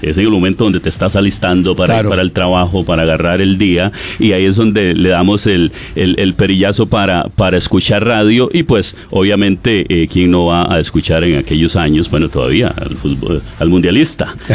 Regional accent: Puerto Jiménez, Puntarenas, Costa Rica; born there; moved away; also born or lived in Pérez Zeledón

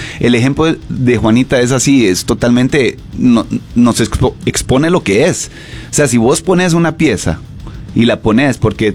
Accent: Costa Rica; La identidad que tenemos como ticos se expresa en la música, en el arte, siempre.

